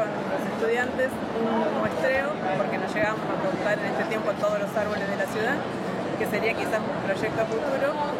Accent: Quimilí, Santiago del Estero, Argentina; nosotros venimos de Quimilí, del Colegio Agrotécnico de Quimilí

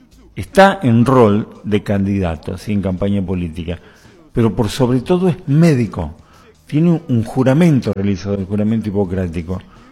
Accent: Argentina; Yo me voy a parar en el lugar que me tengo que parar como argentino.

